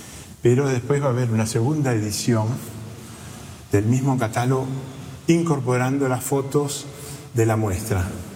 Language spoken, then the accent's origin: Spanish; Uruguay; now in Rome, Italy; Roma fue el primer lugar, la primera ciudad que yo llegué desde Uruguay en el 1977.